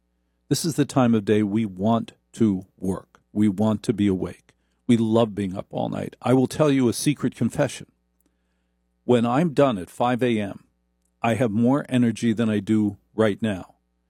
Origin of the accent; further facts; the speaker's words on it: Newark, New Jersey, United States; born there; Yeah, I was just born in Newark. I don't have an origin story. I was born in Newark, all right?